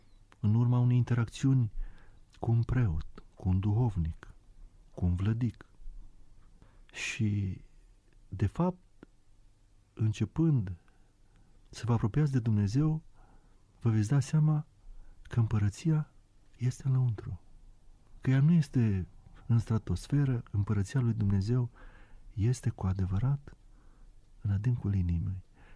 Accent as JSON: {"language": "Romanian", "town": "Sebeș", "region": "Alba County", "country": "Romania", "tie": "born or raised there", "said": "Am revenit la Sebeș, în orașul meu natal, și cu gândul că aș putea oferi ceva ca recunoștință celor care m-au format."}